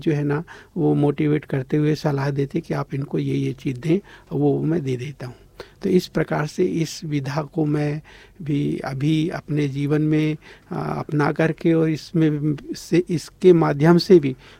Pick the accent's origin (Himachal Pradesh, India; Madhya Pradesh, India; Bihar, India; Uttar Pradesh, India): Madhya Pradesh, India; Jabalpur; मैं जबलपुर से बिलोंग करता हूँ